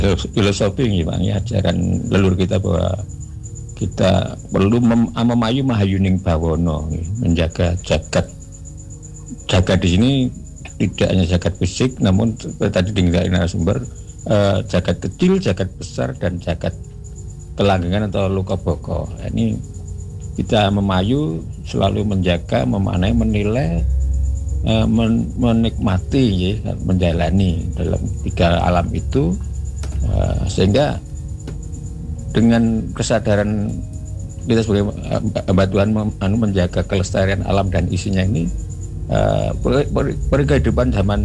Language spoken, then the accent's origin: Indonesian; Java, Indonesia; Kemudian dengan sesaji ini saya juga sebagai orang Jawa juga memahami